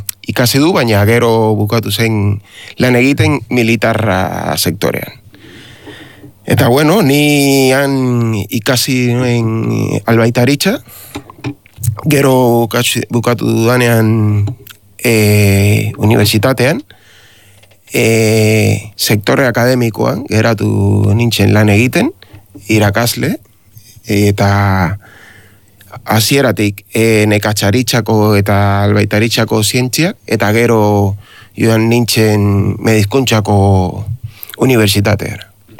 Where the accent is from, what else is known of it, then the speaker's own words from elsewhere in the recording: Havana, Cuba; moved away as an adult; now in Spain; ni 50 urte ditut, jaio nintzen Kuban, noski, eta Habanan jaio nintzen, eta bueno, ni profesionala naiz, osea, Kuban ikasi dut nire, bueno, egin dut nire bizitza profesional osoa, eta Euskal Herrira etorri nintzen orain dela gutxi